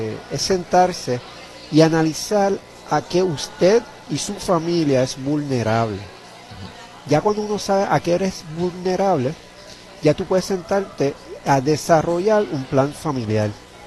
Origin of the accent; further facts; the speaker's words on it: Puerto Rico; Yo me considero, sí, puertorriqueño